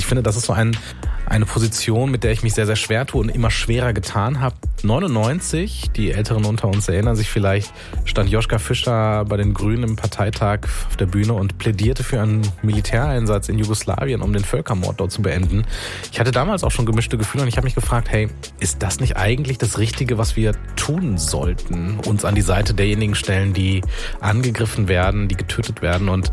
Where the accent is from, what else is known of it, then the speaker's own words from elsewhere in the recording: Wuppertal, North Rhine-Westphalia, Germany; Also ich bin in Wuppertal aufgewachsen, 13 Kilometer vom Wohnhaus der Familie Gensch entfernt, die angegriffen wurden.